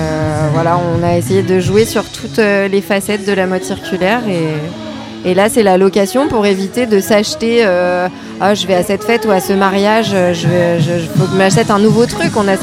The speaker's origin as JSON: {"language": "French", "region": "Brittany", "country": "France", "said": "par chez nous dans le Finistère."}